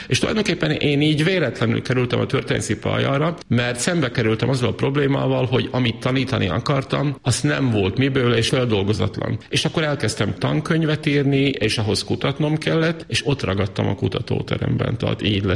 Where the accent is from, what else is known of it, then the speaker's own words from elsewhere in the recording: Slovakia; accent: Palóc; mert hát én magyarul is palóc kiejtéssel beszélek, de hát így vagyok önazonos